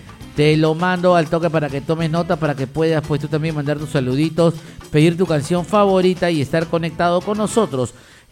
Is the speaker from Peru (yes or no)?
yes; Jesús María, Lima, Peru; yo también nací en Jesús María. Yo soy de Jesús María, o sea que yo también soy Jesús Mariano.